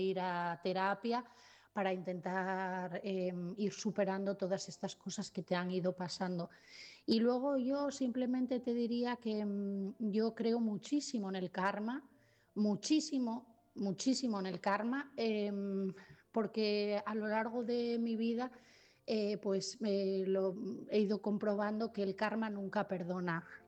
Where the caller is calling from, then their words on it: Asturias, Spain; de Asturias